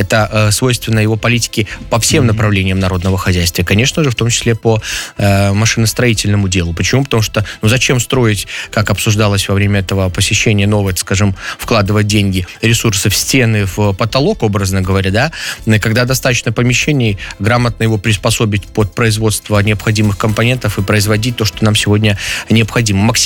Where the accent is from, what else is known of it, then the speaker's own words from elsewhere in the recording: Belarus; чтобы мы, белорусы, жили на своей земле по своим законам